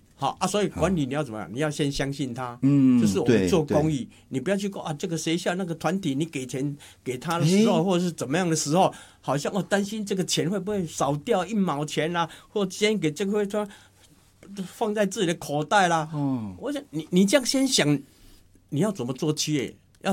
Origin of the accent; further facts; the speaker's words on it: Taiwan; moved away as an adult; 我们台湾人